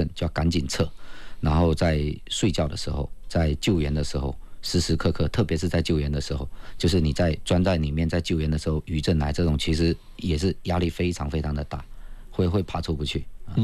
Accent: South China, China; 还有一个作为南方人，我第一次见雪就是在土耳其

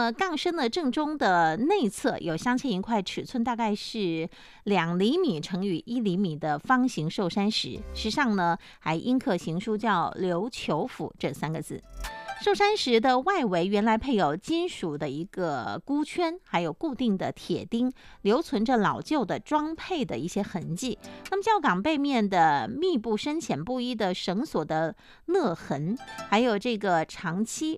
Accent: Fujian, China; 我们闽南，我们福建人

